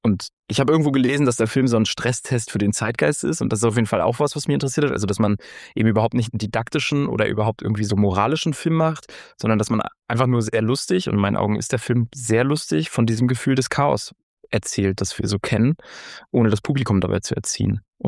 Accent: East Germany, Germany; muss man aufpassen, dass man sich nicht radikalisiert als Ostdeutscher

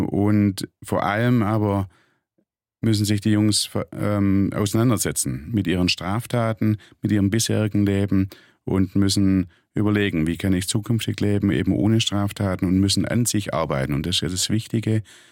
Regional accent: Germany; Da sind wir als Deutsche zwar Weltmeister drin

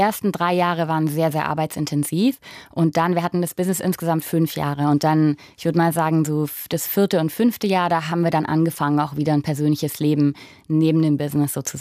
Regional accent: Erbach, Baden-Württemberg, Germany; moved away as an adult; also born or lived in Peru / New York; now in Asia; Ich bin damals aufgewachsen in Delmsing sogar. Das ist noch ein Vorort vor Erbach, also ein ganz kleines Dorf.

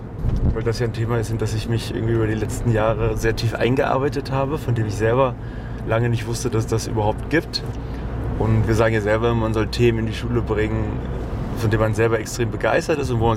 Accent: Berlin, Germany; born there; Da, wo ich geboren bin, wo es also am Hermannplatz Wilder Westen war, das ist jetzt also in den schönen Wohnungen echt nicht mehr bezahlbar.

